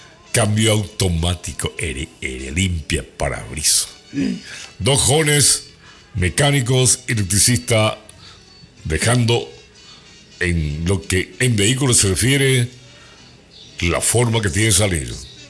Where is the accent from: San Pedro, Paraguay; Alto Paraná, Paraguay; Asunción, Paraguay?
Asunción, Paraguay; Yo cuando era niño allá en Asunción